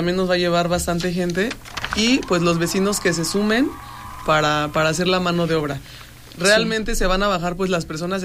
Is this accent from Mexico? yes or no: yes; Cuernavaca, Morelos, Mexico; Yo como tal soy de ahí, soy nativa del Salto